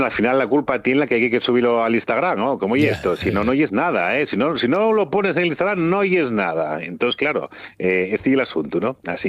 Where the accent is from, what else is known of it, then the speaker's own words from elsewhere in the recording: Asturias, Spain; los menos somos los asturianos que sabemos lo que tenemos